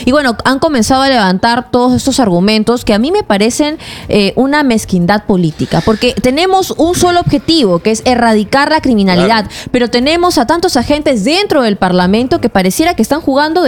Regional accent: Peru; somos peruanos.

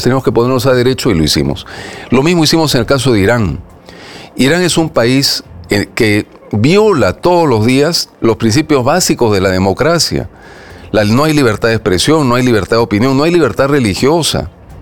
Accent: Peru; reconociéndonos todos como peruanos.

